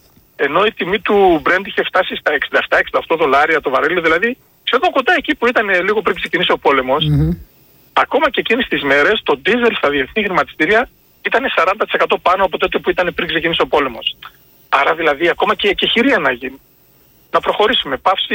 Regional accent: Serres, Central Macedonia, Greece; Εγώ είμαι από τις Σέρρες, δηλαδή εκεί που να χρειάζεται 2-3.000 λίτρα.

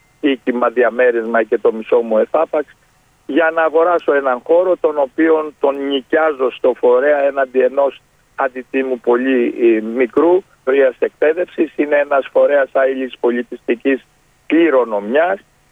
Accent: Elaiochori, East Macedonia and Thrace, Greece; Εγώ είμαι από το Ελαιοχώρι.

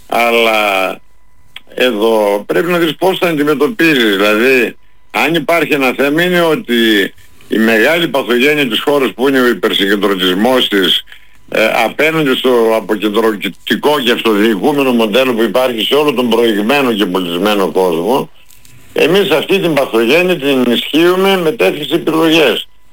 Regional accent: Macedonia, Greece; Τη Χαλκιδική την ξέρω λίγο καλύτερα από εκείνο, ως Μακεδόνας.

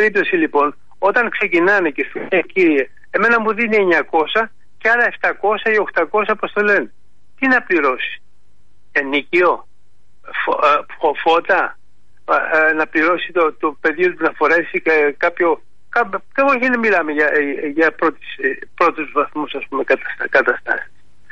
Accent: Gerolimenas, Peloponnese, Greece; Ακριβώς είμαι πάνω Μπουλαριούς και το επίνειό μας είναι από Γερολιμένα.

